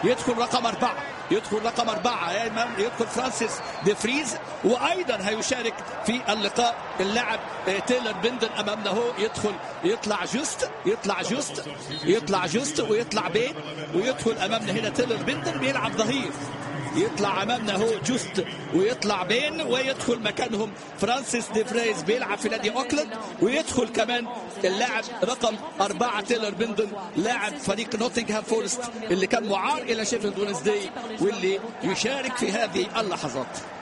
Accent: Egypt; عندنا في مصر

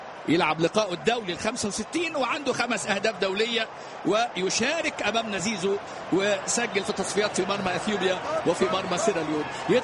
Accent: Egypt; عندنا في مصر

